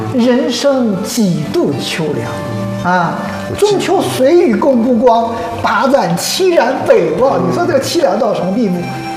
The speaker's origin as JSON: {"language": "Chinese", "country": "China", "said": "我们中国人"}